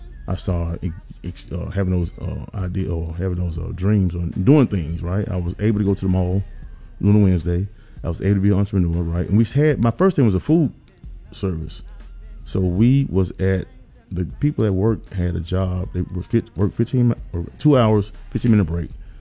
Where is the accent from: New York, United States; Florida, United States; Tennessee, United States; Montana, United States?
Tennessee, United States; Memphis; I'm a native Memphian in this city my whole life. I grew up in South Memphis.